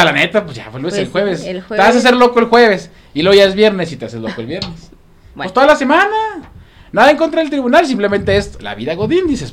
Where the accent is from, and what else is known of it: Mexico